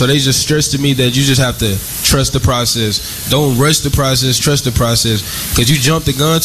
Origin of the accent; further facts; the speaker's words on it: Arkansas, United States; I love the Hogs. I love my hometown state. I love being able to go home, you know, not too far away.